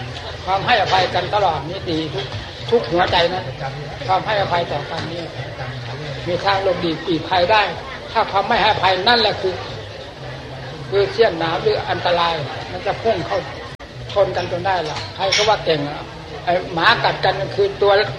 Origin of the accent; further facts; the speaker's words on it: Isan, Thailand; เราเองคนเป็นคนภาคอีสานนั่งสำคัญสุดเลย